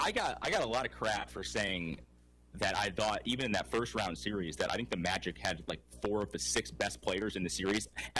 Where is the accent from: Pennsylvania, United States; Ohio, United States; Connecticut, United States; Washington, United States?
Connecticut, United States; I grew up in Connecticut, so I didn't really subscribe to the New York-Boston thing.